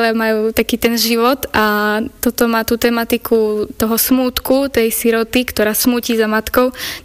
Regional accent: Lipovce, Prešov Region, Slovakia; Pochádzam z obce Lipovce.

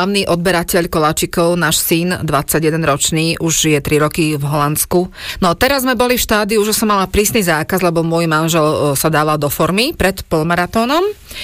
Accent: Bratislava, Bratislava Region, Slovakia; accent: Bratislava accent; veď ja som sem prišla ako Bratislavčanka.

